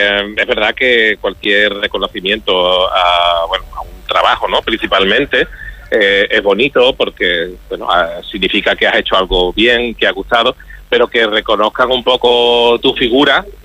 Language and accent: Spanish; Huelva, Andalusia, Spain; yo soy de Huelva, pues las cosas saben mucho mejor si es en tu tierra.